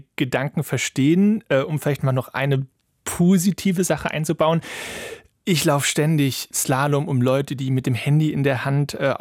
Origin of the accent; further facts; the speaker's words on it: Cologne, North Rhine-Westphalia, Germany; ich komme ja aus Köln